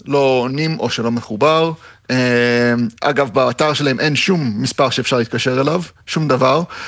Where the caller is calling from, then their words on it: Berlin, Germany; אנחנו גרים בברלין, כרגע אני בקולורדו